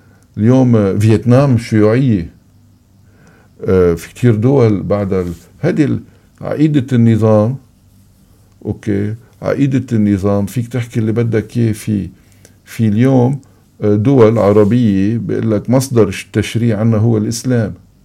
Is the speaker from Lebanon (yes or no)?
yes; Lebanon; نحن كشعب لبناني